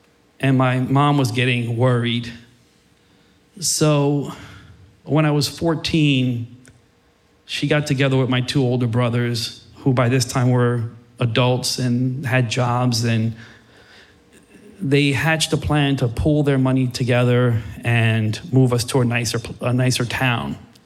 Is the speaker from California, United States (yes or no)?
no; Plainfield, New Jersey, United States; born there; I was born in 1974 in Plainfield, New Jersey. Plainfield people here. The fourth son of Afro-Latino immigrants from the Dominican Republic.